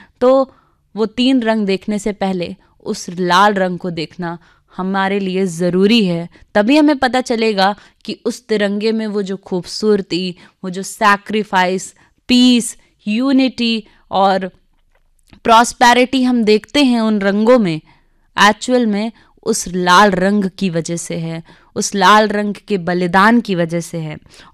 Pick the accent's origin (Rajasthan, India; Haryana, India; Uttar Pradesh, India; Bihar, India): Uttar Pradesh, India; Prayagraj; हम प्रयाग की भूमि में जन्मे हैं